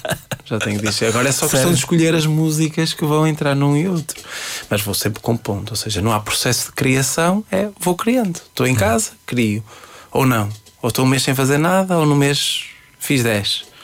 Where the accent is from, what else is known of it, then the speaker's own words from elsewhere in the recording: Fafe, Norte, Portugal; Sabes que eu sou de Faf. Faf já é perto de Vila Real. Já quase Vila Real.